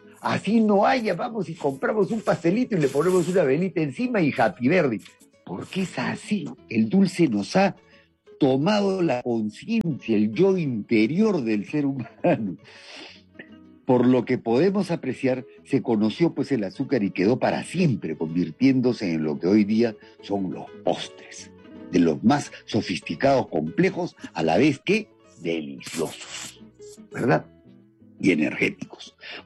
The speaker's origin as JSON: {"language": "Spanish", "region": "Lima", "country": "Peru", "said": "A los limeños nos dicen mazamorreros"}